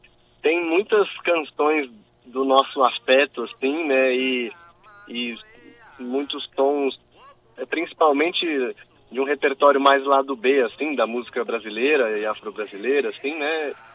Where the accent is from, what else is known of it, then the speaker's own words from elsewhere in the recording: São Paulo, Brazil; Nós somos da capital, São Paulo. E eu fui nascido e criado na capital.